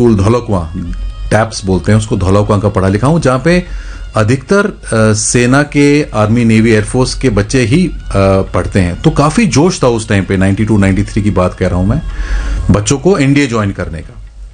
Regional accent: Jatu Lohari, Haryana, India; और मैं वैसे हरियाणा का रहने वाला हूँ, हमारा मेरा गांव है जाटू लोहारी भिवानी में।

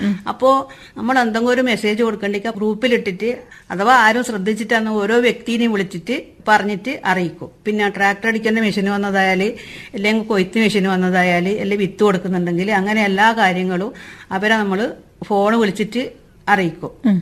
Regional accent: Kerala, India; now in Munderi, India; കുറ്റ്യാട്ടൂർ പഞ്ചായത്തിലെ മാനൂർ വില്ലേജിലാണ് എന്റെ സ്വന്തം വീട്.

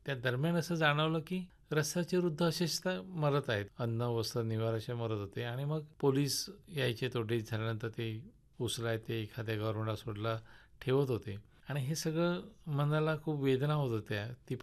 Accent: Sindhudurg district, Maharashtra, India; moved away as an adult; also born or lived in Mumbai; माझं संपूर्ण शिक्षण हे सिंधुदुर्ग जिल्हा कुडाळ तालुक्यात आणाव या गावी झालं. मी माझ्या कुटुंबासोबतच लहानाचा मोठा झालो.

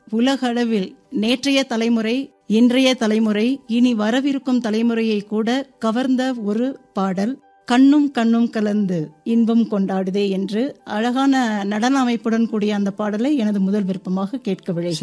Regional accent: Vathalagundu, Tamil Nadu, India; now in Madurai, India; நான் பிறந்து வளர்ந்தது எல்லாம் வத்தலக்குண்டு என்ற ஊரில் தான். எனது பெற்றோர்களுடனும் மற்ற குடும்ப உறுப்பினர்களுடனும் நான் தற்போது வாழ்ந்து கொண்டிருக்கிறேன்.

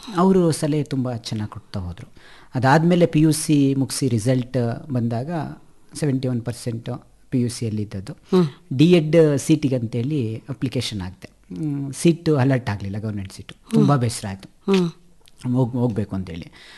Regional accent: Santebachahalli, Karnataka, India; ಸಂತೆಬಚ್ಚರ್ಲಿ ನನ್ನ ಊರು.

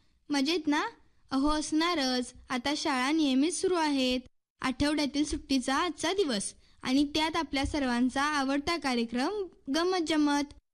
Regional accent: Adampur, Maharashtra, India; शाळा बुधरगड तालुक्यात वेदगंगा नदीच्या काठी आदमापूरच्या बाळूमामा मंदिरापासून 2 किलोमीटर अंतरावर असून आमच्या गावी नागपंचमीच्या दिवशी मोठी यात्रा भरते.

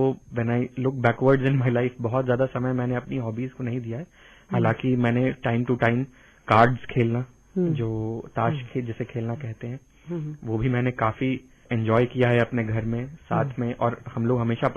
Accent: Ranchi, Jharkhand, India; born or raised there

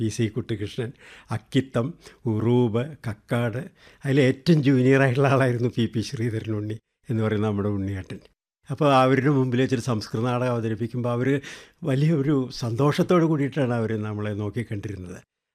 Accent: Perumudiyoor, Kerala, India; born there; ഞാൻ ജനിച്ചത് പട്ടാമ്പിക്കടുത്തുള്ള പെരുമുടിയൂർന്നുള്ള ഒരു കൊച്ചു ഗ്രാമത്തിലാണ്.

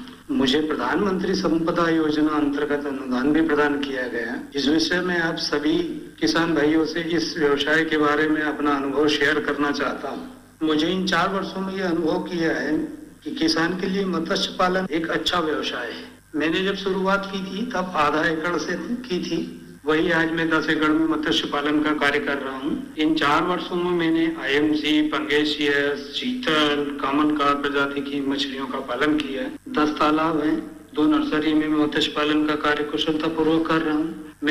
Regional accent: Sehore district, Madhya Pradesh, India; मैं आपका भाई मत्स्य पालक … ग्राम रिछाड़िया कदीम, तहसील भेरुंदा का निवासी हूँ, जिला सीहोर।

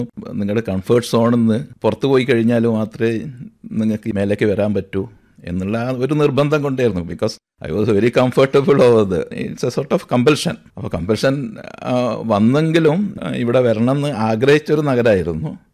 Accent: Thalassery, Kerala, India; moved away as an adult; also born or lived in Ahmedabad; now in Kozhikode, India; ഞാൻ കോഴിക്കോട് വന്നത് 2000-ലാണ്. എൻ്റെ സ്വദേശം തലശ്ശേരിയാണ്.

